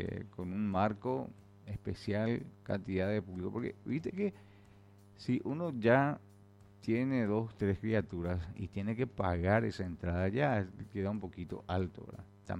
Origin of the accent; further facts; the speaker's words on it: Pedro Juan Caballero, Amambay, Paraguay; muchos somos pedrojuaninos